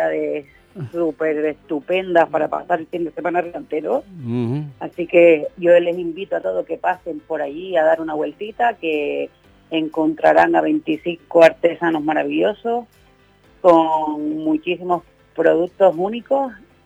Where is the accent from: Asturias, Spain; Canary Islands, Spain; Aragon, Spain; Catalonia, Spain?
Canary Islands, Spain; Arucas; Vale, yo soy del municipio de Aruca. Uh-huh. Estoy cerquita de Terol.